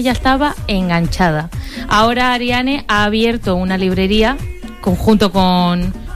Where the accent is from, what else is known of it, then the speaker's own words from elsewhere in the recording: Madrid, Community of Madrid, Spain; Yo soy muy madrileña para estas cosas.